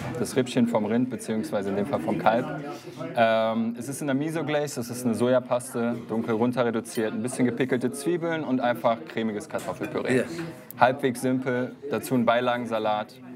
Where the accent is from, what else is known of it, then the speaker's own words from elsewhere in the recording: Korbach, Hesse, Germany; moved away as an adult; now in Cologne, Germany; Also ich komme gebürtig tatsächlich von hier unten. Ich bin in Korbach aufgewachsen, das ist nicht weit von hier. Vor, ich glaube, mittlerweile 8 Jahren bin ich nach Köln gezogen.